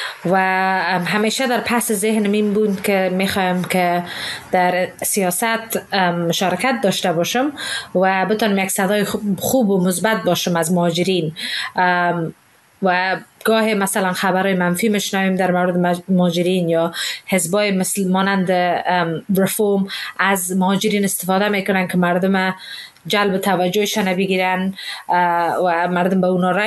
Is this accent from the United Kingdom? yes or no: yes; England, United Kingdom; also born or lived in Afghanistan; now in London, United Kingdom; من از افغانستان که بیرون آمدیم 5 ساله بودم و اینجا تحصیل کردم، درس خواندم